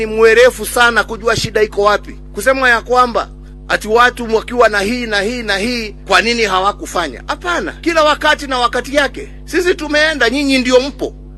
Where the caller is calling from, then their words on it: Kenya; sisi ni Wakenya na tunapenda nchi yetu